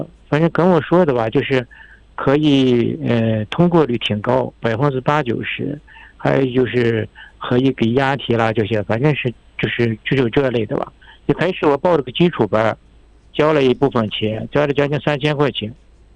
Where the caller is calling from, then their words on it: Hohhot, Inner Mongolia, China; 我是呼和浩特的